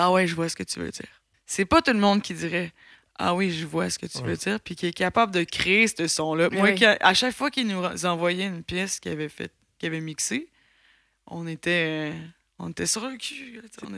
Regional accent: Les Escoumins, Quebec, Canada; il est même venu jouer jusqu'à chez nous, aux Escoumoués.

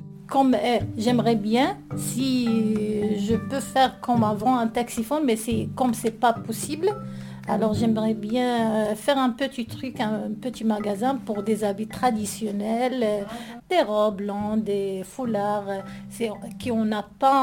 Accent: Morocco; Je suis une Marocaine … J'ai 3 enfants.

